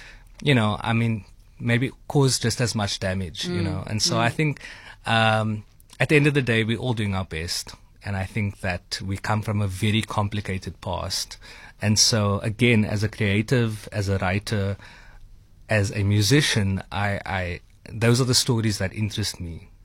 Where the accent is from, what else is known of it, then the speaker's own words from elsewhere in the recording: Cape Town, Western Cape, South Africa; I grew up in a very, I guess, proudly colored family. And growing up in Athlone, you know, that's just the world that you're in.